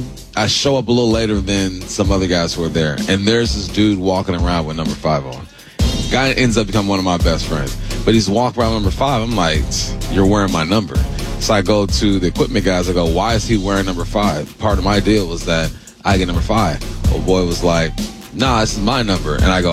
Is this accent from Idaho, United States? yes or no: no; California, United States; You know, we're both from California.